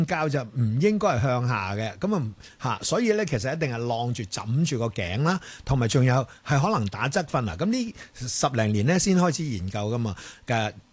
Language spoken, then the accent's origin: Cantonese; China; 佢、哋就发觉原来我哋中国人用嘅枕头咧，其实就唔系枕头嘅，系枕颈嘅。